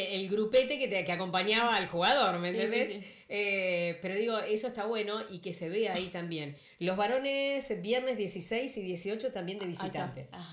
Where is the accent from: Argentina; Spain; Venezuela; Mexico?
Argentina; como diciendo, también somos argentinas, ojo chicas, por favor.